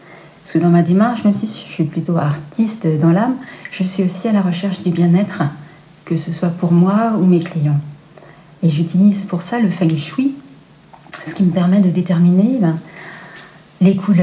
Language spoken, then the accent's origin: French; Brest, Brittany, France; moved away as an adult; also born or lived in Paris; Donc après, ils sont partis sur Quimper, mais moi, je suis originaire de Brest.